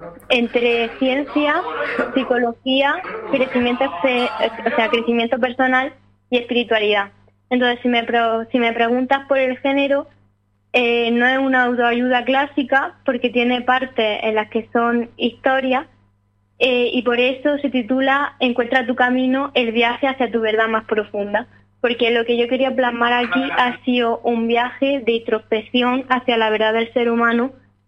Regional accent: Cantoria, Andalusia, Spain; now in Granada, Spain; De un pueblo de Cantoria.

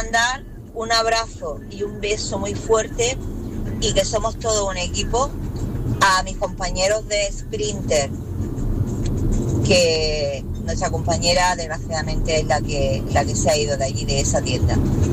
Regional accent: Almería, Andalusia, Spain; Buenos días, Alberto, Pipiolo, Encarna. ¿Qué tal? Soy … de Almería.

